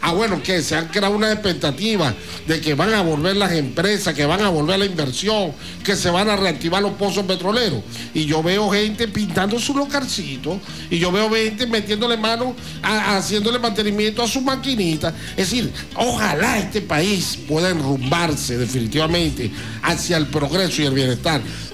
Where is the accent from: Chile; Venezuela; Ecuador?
Venezuela